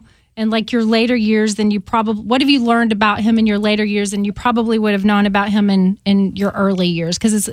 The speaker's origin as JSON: {"language": "English", "region": "Alabama", "country": "United States", "said": "Well, I was in country radio for a long time, in which I'm from Alabama originally."}